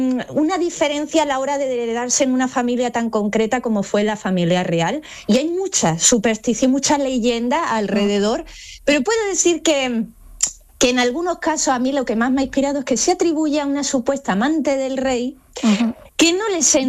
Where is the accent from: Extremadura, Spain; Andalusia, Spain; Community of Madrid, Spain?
Andalusia, Spain; Málaga; Entonces esto había, como malagueña, me sentía en el deber de contarlo.